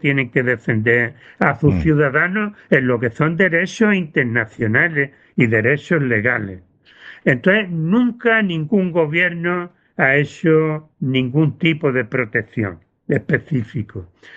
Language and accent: Spanish; Spain; hablo de España, el grupo español